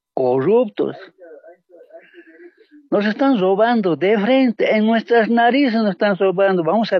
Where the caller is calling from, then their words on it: El Alto, La Paz, Bolivia; Sí, estoy llamando desde La Paz, el Alto, provincia Laja.